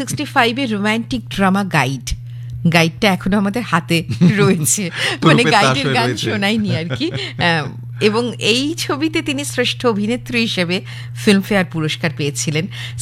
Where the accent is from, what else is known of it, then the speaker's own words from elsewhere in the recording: Kolkata, West Bengal, India; আমরা কলকাতার মানুষ